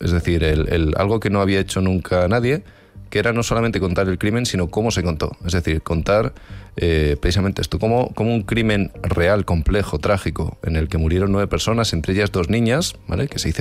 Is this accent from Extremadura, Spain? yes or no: yes; Moraleja, Extremadura, Spain; yo contaba un crimen ocurrido hace 100 años en mi pueblo, en Moraleja, allí en Cáceres